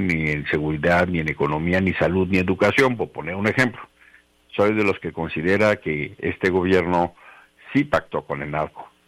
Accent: Mexico

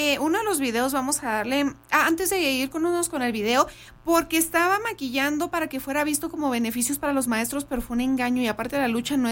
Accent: Mexico; Somos mexicanos y siempre lo dejamos todo al último

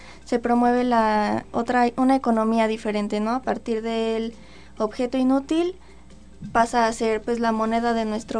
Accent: Mexico City, Mexico; now in Taxco, Mexico; No, soy de la Ciudad de México también.

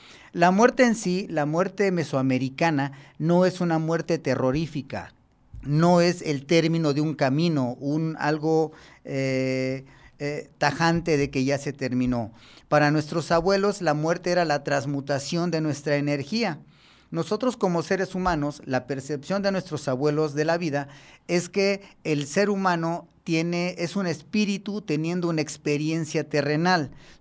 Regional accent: Mexico; para que nosotros como mexicanos analicemos la parte fundamental de nuestra historia

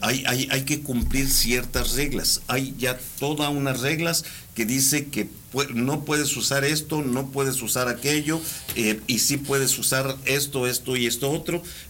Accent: Los Reyes, Michoacán, Mexico; also born or lived in Guadalajara; yo realmente nací en Guadalajara, pero yo soy de los Reyes, Michoacán.

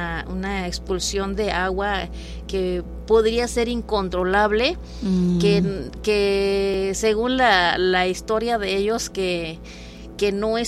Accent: Tantoyuca, Veracruz, Mexico; moved away; estoy aquí de residente, pero pues allá dejé parte de mi vida. Entonces, uh-huh. Yo soy de Palmital, pertenece sí. a Tantuyuca. Palmital uh-huh. ya está colinda con casi como 20 minutos al estado de Hidalgo

